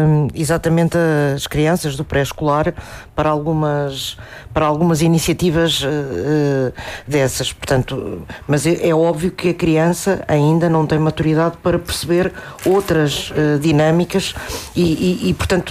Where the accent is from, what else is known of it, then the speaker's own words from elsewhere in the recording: Portugal; nós sabemos que enquanto portugueses nós gostamos de desafiar os limites